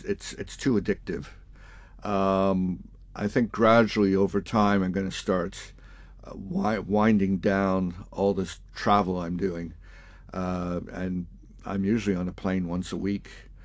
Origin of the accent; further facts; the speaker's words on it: Canada; moved away; I came from Canada, and there's a perception here that everyone in Canada speaks French. Now, I come from the English part of Canada, and you have to be taught French in school